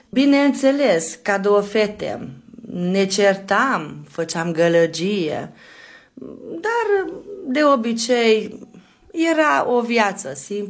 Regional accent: Micherechi, Hajdú-Bihar, Hungary; Copilăria mea mi-am petrecut-o în satul meu natal, la Michereg, și acolo trăiesc și în zilele de azi. Am copilărit ca toți copiii care stau și care au locuit într-un sat mic, drăguț, ne cunoșteam unul pe altul

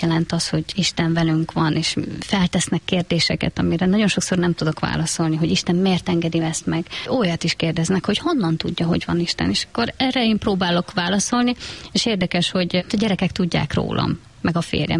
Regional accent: Zakarpattia Oblast, Ukraine; now in Balassagyarmat, Hungary; Mi Kárpátaljáról származunk. 2022. február 24-én jöttünk át a határon. Balassagyarmattól nem messze, de Becsényben lakik a nővérem, ő fogadott be minket.

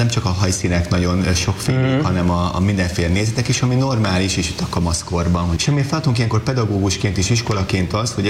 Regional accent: Hungary; born there; És nekünk zsidóként ezt adtuk nekik elmondani, hogy az ott élő emberek azért a testvéreink, tehát az, hogy én nem Jeruzsálembe születtem, az a nagypapámnak egy személyes döntése, hogy nem aliázott, vagy itt maradt

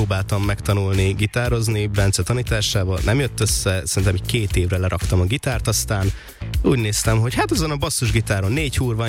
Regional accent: Sopron, Győr-Moson-Sopron, Hungary; Hát ugye mi alapból soproniak vagyunk, vidék, és hát mindig nagyon fura feljönni Pestre koncert, vagy bármilyen program miatt

